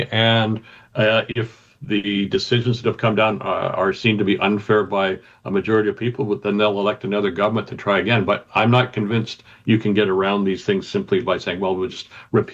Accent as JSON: {"language": "English", "region": "British Columbia", "country": "Canada", "said": "I think as British Columbians, we all have to say, give us our fair share to help our industry"}